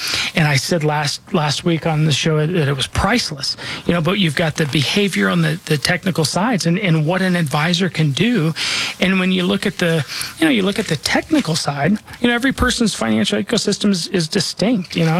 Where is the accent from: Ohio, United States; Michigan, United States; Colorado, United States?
Colorado, United States; Denver; born or raised there